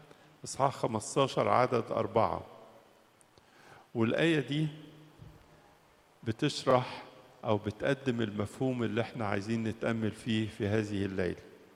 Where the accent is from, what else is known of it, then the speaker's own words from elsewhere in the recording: Egypt; يحفظ بلادنا مصر